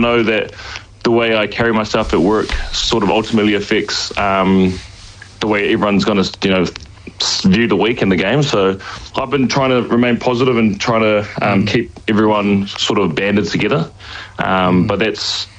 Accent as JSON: {"language": "English", "region": "Wellington", "country": "New Zealand", "lives_now": "Bay of Plenty, New Zealand", "said": "Like, I'm originally from Wellington, and coming into the Bay of Plenty, I realised how big it was"}